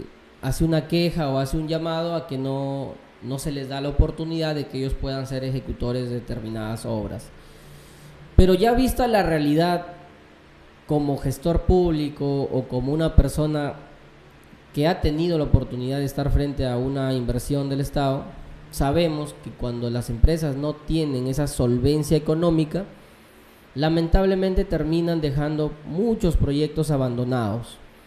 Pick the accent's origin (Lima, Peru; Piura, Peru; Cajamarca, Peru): Piura, Peru; Santana; hay mucha historia, mucha cultura en mi pueblo.